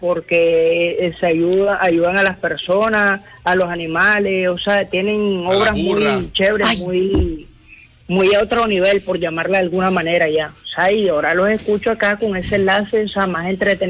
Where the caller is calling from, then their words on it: Soledad, Atlántico, Colombia; de la ciudad de Barranquilla, municipio Soledad.